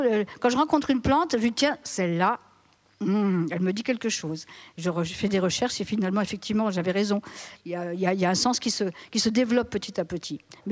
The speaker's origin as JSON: {"language": "French", "region": "Grand Est", "country": "France", "said": "Et puis, en plus, moi, je venais de la Marne. Il a fallu apprendre ici."}